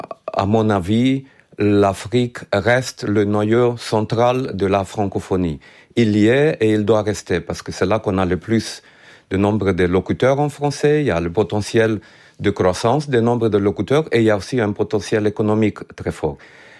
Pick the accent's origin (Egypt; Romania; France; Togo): Romania; Moi, je viens d'un pays d'Europe de l'Est, donc qui a construit aussi une partie de sa culture sur le français.